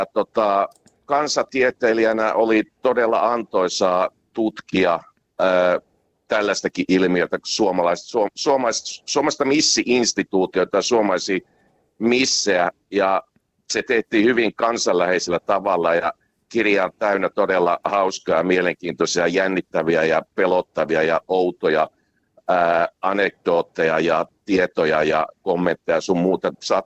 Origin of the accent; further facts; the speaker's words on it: Jyväskylä, Central Finland, Finland; Mä oon Jyväskylästä kotoa, mä nyt pitkän aikaa siellä käynyt